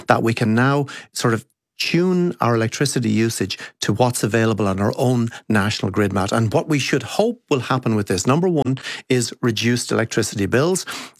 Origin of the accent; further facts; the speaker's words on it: Kilkenny, Leinster, Ireland; Even my hometown of Kilkenny